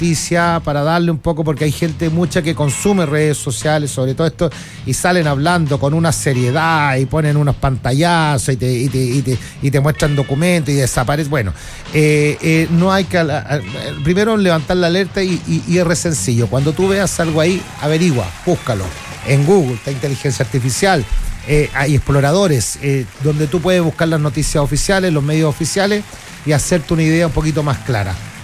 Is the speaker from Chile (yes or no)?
yes; Chile; Yo lo digo como chileno, ¿no? Amante de mi patria.